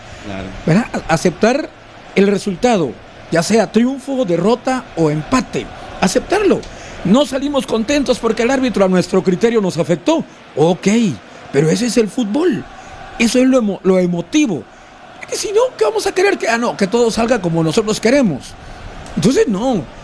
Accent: Mazatenango, Suchitepéquez, Guatemala; born there; yo de niño estaba estudiando básico en Mazatenango

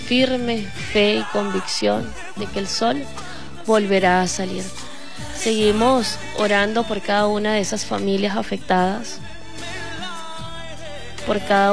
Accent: Venezuela; Hoy más que nunca orgullosos de ser venezolanos y de haber nacido en una de las mejores tierras de todo el mundo.

